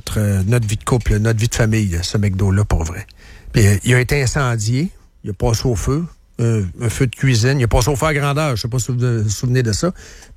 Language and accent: French; Quebec City, Quebec, Canada; moi je viens de Charlebourg en haut. Tu sais ce que c'est, Charlebourg, c'est grand.